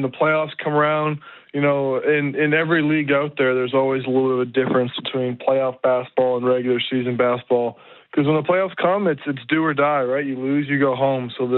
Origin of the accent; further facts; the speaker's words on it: Winnipeg, Manitoba, Canada; my hometown